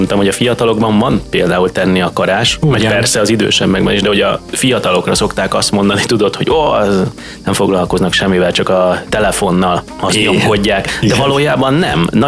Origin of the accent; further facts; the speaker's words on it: Cegléd, Pest, Hungary; az Cegléd, hiszen én ceglédi vagyok.